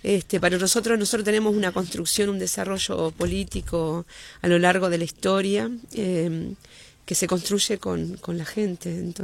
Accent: Tacuarembó, Uruguay; Soy de Tacuarembó, vivo en Tacuarembó, vivo y lucho en Tacuarembó.

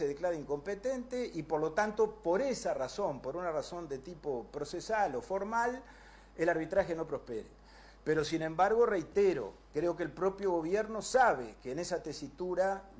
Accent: Uruguay; Nosotros somos uruguayos y además somos gobernantes del Uruguay.

